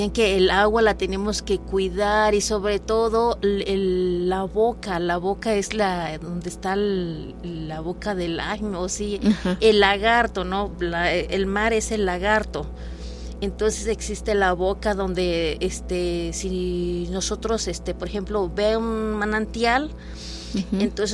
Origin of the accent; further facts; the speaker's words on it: Tantoyuca, Veracruz, Mexico; moved away; estoy aquí de residente, pero pues allá dejé parte de mi vida. Entonces, uh-huh. Yo soy de Palmital, pertenece sí. a Tantuyuca. Palmital uh-huh. ya está colinda con casi como 20 minutos al estado de Hidalgo